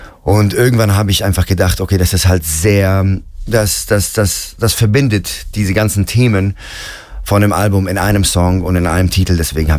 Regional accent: Ramallah, West Bank, Palestine; German is a second language; Ich komme ja aus Ramallah im Westjordanland.

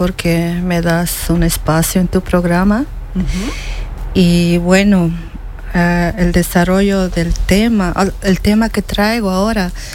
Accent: La Paz, Bolivia; born there; also born or lived in Cochabamba; Yo nací en La Paz. En el Alto La Paz, que puedo adjuntar diciendo que es la ciudad más alta del mundo.

